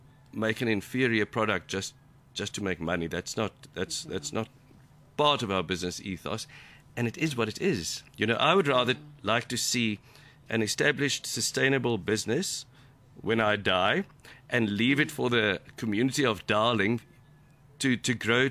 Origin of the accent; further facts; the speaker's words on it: South Africa; And I think that's the huge exciting thing of being South African.